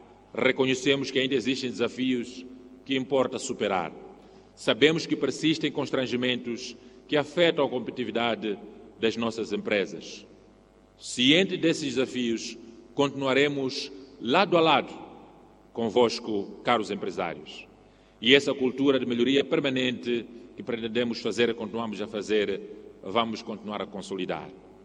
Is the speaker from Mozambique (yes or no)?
yes; Mozambique; estamos todos nós, como moçambicanos